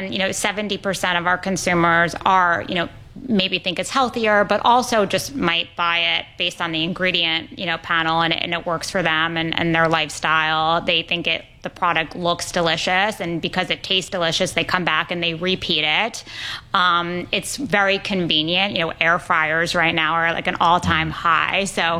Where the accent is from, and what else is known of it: New York City, New York, United States; born or raised there